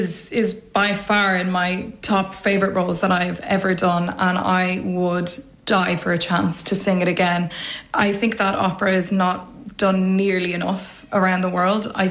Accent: Dublin, Leinster, Ireland; I'm a soprano from Dublin

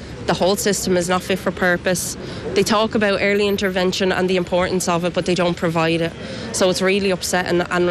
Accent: Wexford, Leinster, Ireland; I'm here from Wexford

